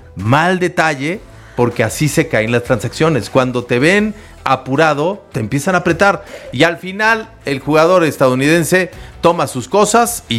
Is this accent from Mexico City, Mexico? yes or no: yes; Tepepan, Mexico City, Mexico; O sea, la Noria, yo vivo por ahí muy cerquita. Está lindo mi pueblo, Tepepan.